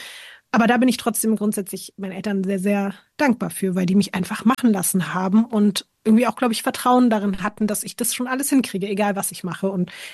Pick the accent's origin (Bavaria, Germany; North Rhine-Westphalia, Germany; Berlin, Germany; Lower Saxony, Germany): Berlin, Germany; born or raised there